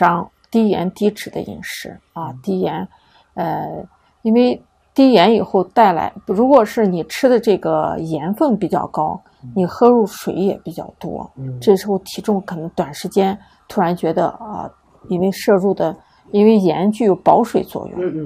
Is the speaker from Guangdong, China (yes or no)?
no; Xinjiang, China; 还有我们新疆人吃的馕